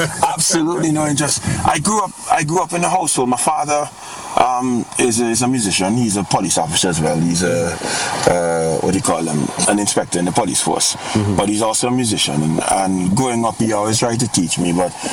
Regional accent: Trinidad & Tobago; because I'm from the Villa Point community.

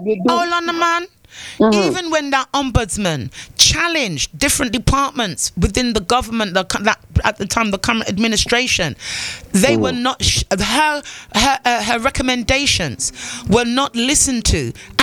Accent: England, United Kingdom; born there; now in Antigua and Barbuda; I was born in England. My family are from Antigua. I live in Antigua

